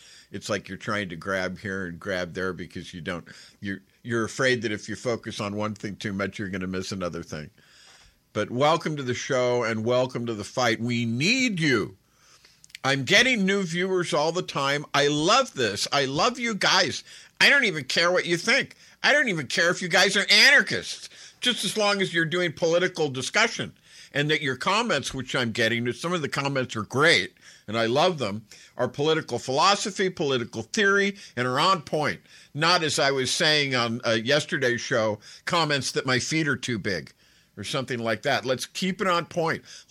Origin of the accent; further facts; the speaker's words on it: Northeast, United States; I come from the Northeast. I come from what many people would call a liberal or a progressive background, but I've been elsewhere as well.